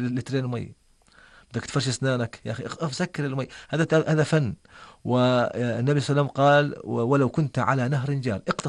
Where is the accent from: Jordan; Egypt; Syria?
Jordan; احنا في الأردن مثلا في مجتمعنا